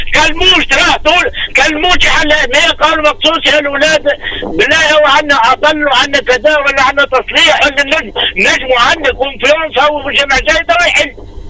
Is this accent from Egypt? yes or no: no; Tunisia; عندنا في تونس